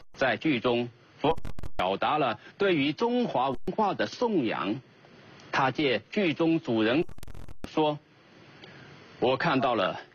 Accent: China

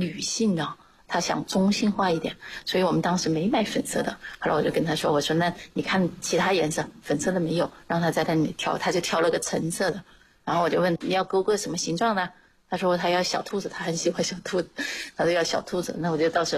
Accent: Hunan, China; moved away as an adult; now in Shenzhen, China; 我老家湖南的，因为是毕业了之后就直接来深圳了。当时是想的来深圳干2年就回去的，后来就在深圳安家落户了。就一直待在这里。

